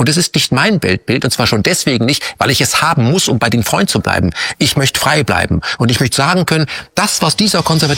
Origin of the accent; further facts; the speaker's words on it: Krefeld, North Rhine-Westphalia, Germany; born there; Du meinst nach Krefeld, wo ich geboren bin? Nee, wo dein Vater herkommt. Wieso nicht, wo meine Mutter herkommt? Die kommt aus Hamburg.